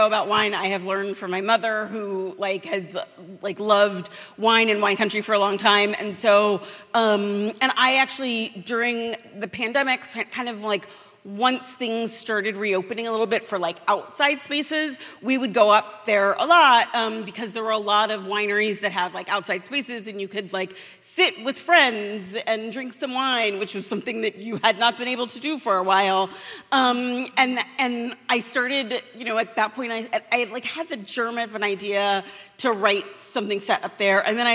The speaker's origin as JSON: {"language": "English", "region": "California", "country": "United States", "tie": "born or raised there", "said": "but also I grew up in California, so I'm always confused when people ask me questions"}